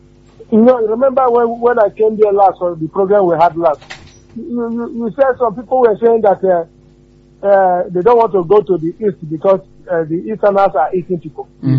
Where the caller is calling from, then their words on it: Ologwe, Nigeria; I'm calling from Ologwe.